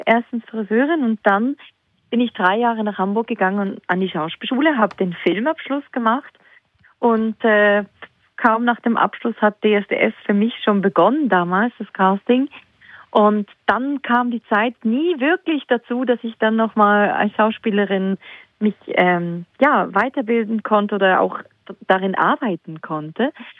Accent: Switzerland; ich bin in der Schweiz geboren, in der Schweiz aufgewachsen.

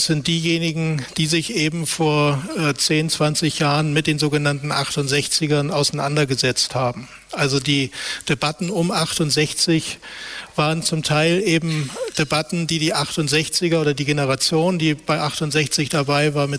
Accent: Hamburg, Germany; ich bin aus Hamburg, also Westdeutschland respektive Bundesrepublik.

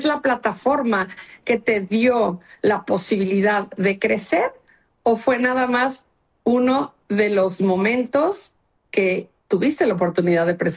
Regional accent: Mexico

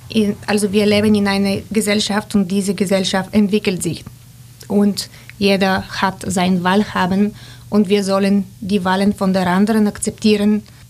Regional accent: Bulgaria; German is a second language; moved away as an adult; now in Germany; ich bin Bulgarin

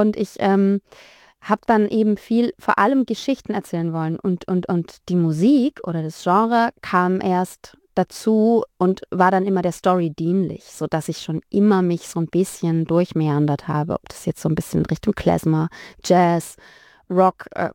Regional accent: Heilbronn, Baden-Württemberg, Germany; also born or lived in Thuringia; now in Tübingen, Germany; Also ich bin geboren in Thüringen, bin dann so kurz nach der Wende mit meinen Großeltern und meiner Mama ins Schwabenland gezogen, nach Heilbronn.

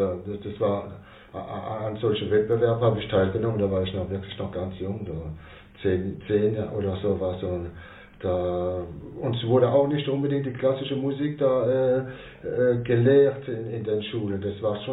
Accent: Strasbourg, Grand Est, France; Also ich bin aufgewachsen auf der Mainau, der Platz, wo jetzt der berühmte Racing Straßburg Fußball spielt und sein Stadion hatte und so. Ich bin ja 60 geboren und so, meine Eltern sind da in die Siedlungen gezogen.

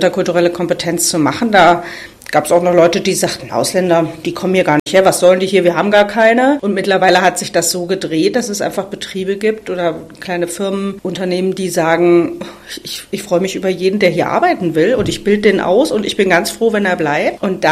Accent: East Germany, Germany; Wo man als Ossi denkt, ernsthaft?

